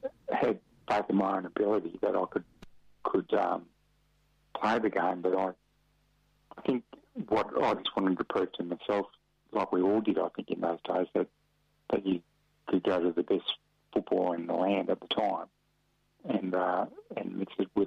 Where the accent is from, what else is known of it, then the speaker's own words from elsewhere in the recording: Claremont, Australia; I come from Claremont, I'm pretty used to this sort of socialisation.